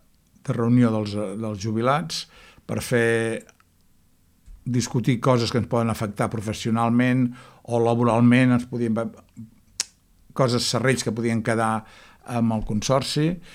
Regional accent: Barcelona, Catalonia, Spain; moved away as an adult; now in Argentona, Spain; Jo sóc de Barcelona, però com si fos d'Argentona. Ja ho he fet tot aquí a Argentona. Ja visc aquí des de l'any 83 i em sento argentoní de soc arrel.

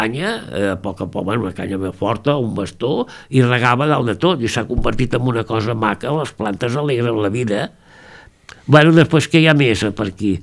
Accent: Catalonia, Spain; Som català

